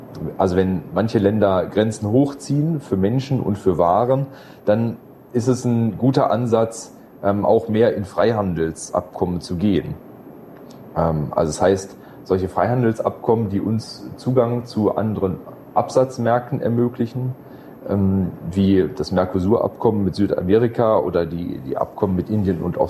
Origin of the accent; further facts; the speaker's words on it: Stuttgart, Baden-Württemberg, Germany; als Stuttgarter muss ich sagen